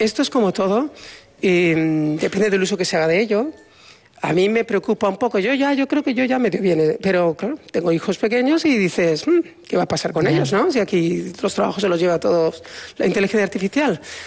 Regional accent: Spain; moved away as an adult; now in United States; yo soy español

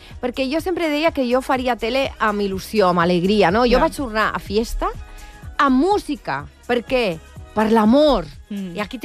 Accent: Salou, Catalonia, Spain; also born or lived in Barcelona; Jo en 4 dies, jo vaig néixer al Vall d'Hebron, i en 4 dies, un 15 de desembre del 71, el meu pare, amb el 850, vam anar a Salou a viure.

